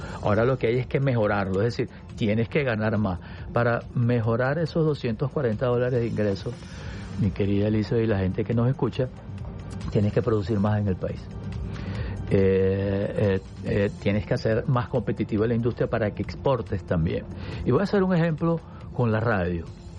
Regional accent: Venezuela; lo digo como venezolano, yo no soy empleado público

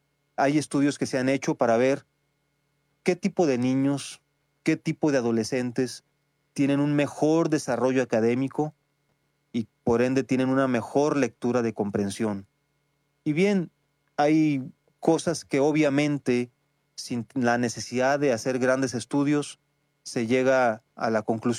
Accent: Mexico

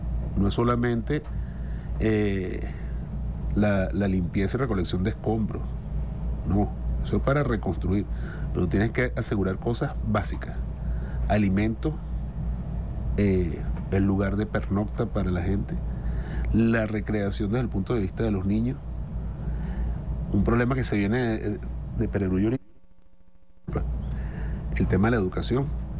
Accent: Venezuela

